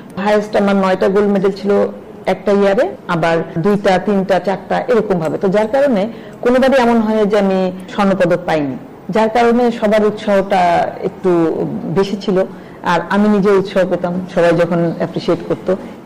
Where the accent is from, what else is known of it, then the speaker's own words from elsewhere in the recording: Rajbari, Dhaka Division, Bangladesh; now in Dhaka, Bangladesh; রাজবাড়ী হচ্ছে আমার home district, তো রাজবাড়িতে আমাদের স্টেডিয়ামের পাশে বাসা থাকার কারণে খেলাধুলার একটা আবহে বড় হয়েছি